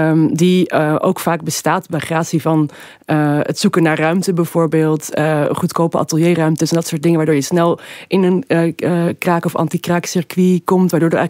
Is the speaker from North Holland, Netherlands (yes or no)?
yes; Amsterdam, North Holland, Netherlands; now in Brussels, Belgium; ik kom uit Amsterdam en woon in Brussel.